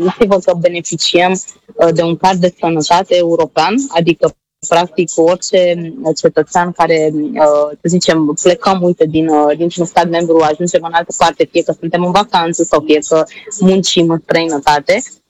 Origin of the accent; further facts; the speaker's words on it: Romania; born there; Orașul meu natal, de altfel, de-a lungul timpului l-am văzut cum s-a transformat